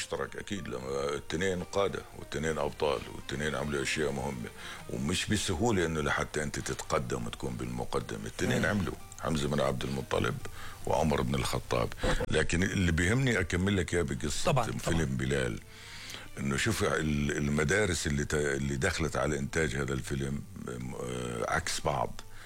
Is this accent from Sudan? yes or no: no; Jordan